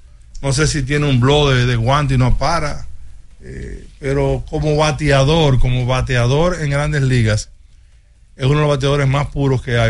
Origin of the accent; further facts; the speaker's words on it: Dominican Republic; nosotros dominicanos